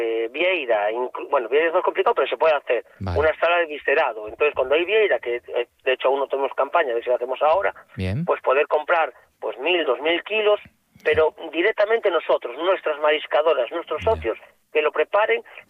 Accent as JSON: {"language": "Spanish", "region": "Galicia", "country": "Spain"}